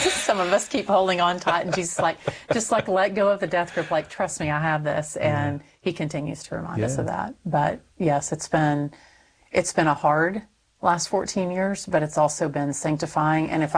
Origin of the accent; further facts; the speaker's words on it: Texas, United States; So I'm Texan. So it should have a pronunciation guide in there